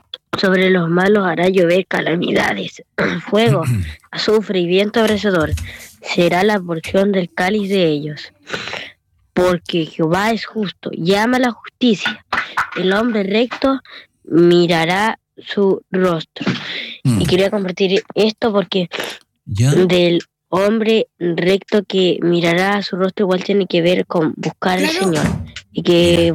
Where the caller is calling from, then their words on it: Osorno, Los Lagos, Chile; Soy el líder de Osorno.